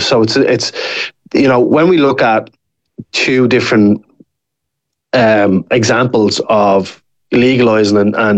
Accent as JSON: {"language": "English", "country": "Ireland", "said": "as Irish people."}